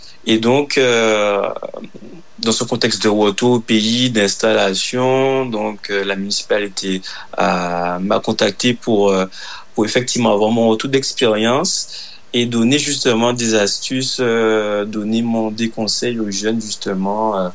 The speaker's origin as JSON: {"language": "French", "town": "Baillif", "country": "Guadeloupe", "moved": "as an adult"}